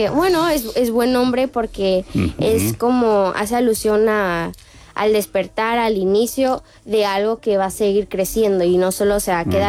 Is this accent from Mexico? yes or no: yes; Mexico; queremos transmitir eso que nosotros sentimos siendo mexicanos